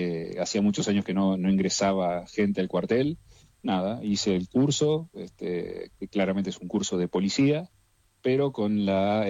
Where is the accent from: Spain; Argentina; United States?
Argentina; Tandil, Buenos Aires Province; a ver, yo soy de Tandil.